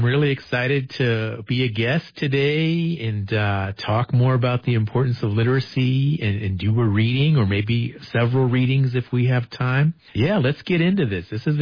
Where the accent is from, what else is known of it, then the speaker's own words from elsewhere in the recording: Albuquerque, New Mexico, United States; born there; moved away as an adult; also born or lived in Laguna Pueblo, New Mexico; now in North Carolina, United States; I'm originally from Laguna Pueblo. I've lived most of my life in Albuquerque, New Mexico, but I now live on the East Coast. I live in North Carolina.